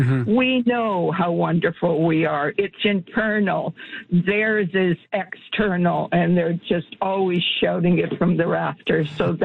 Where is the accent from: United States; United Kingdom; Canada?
Canada; Edmonton, Alberta; born there; I have a quietness about me and about being Canadian, and I love it, and I'm very glad to have been born here.